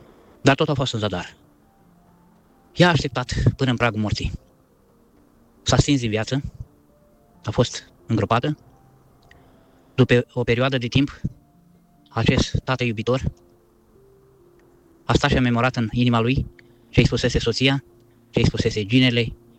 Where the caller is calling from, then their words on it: Belgium; Ne-a așteptat o săptămână ca noi să venim din Belgia